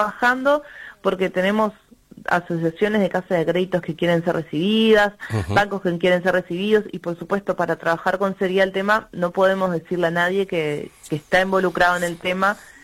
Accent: Fray Bentos, Río Negro, Uruguay; Yo soy de Fraventos, además, entonces también soy frontera con Argentina

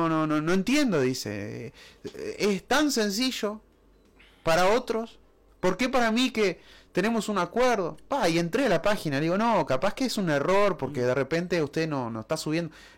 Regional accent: Uruguay; Y claro, a mí me indigna como uruguayo.

